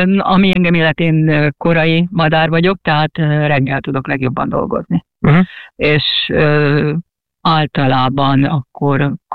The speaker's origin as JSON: {"language": "Hungarian", "country": "Hungary", "said": "mi magyarok vagyunk"}